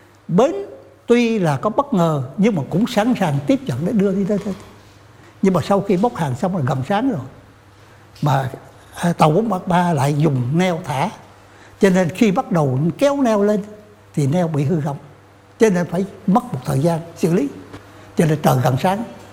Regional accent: Phú Yên, Vietnam; moved away; là một người con Phú Yên

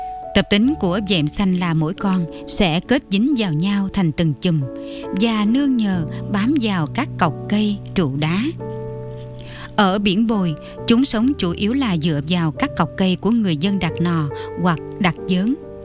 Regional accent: An Minh district, Kien Giang, Vietnam; Sấm biển quê tôi nằm ở đoạn kênh Mương Đào thuộc xã Vân Khánh, huyện An Minh. Ở vùng quê này, bà con làm kinh tế từ các vuông nuôi tôm, nuôi cua. Phần thì mưu sinh dựa vào bãi bồi ven biển.

